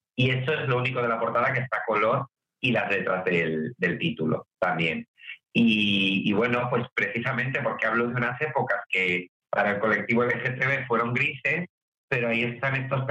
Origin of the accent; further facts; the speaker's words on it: Melgar de Arriba, Castile and León, Spain; moved away; yo me fui a mi pueblo justo cuando iba a estallar todo, que ya se incluía la cosa Melgar de Arriba, provincia de Valladolid